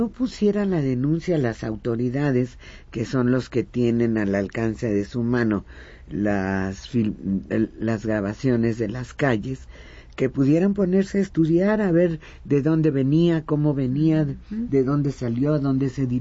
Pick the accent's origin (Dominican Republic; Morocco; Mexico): Mexico; Yo ni de broma me gustaría ser argentina. No. Mira qué feliz siendo mexicana.